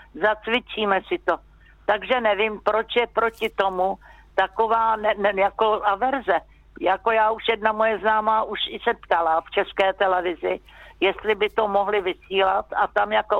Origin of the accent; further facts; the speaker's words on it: Dobříš, Central Bohemian Region, Czechia; Maturitní třída a chtěli jsme cvičit, jenže u nás v Dobříši byla jediná možnost cvičit za svazárm.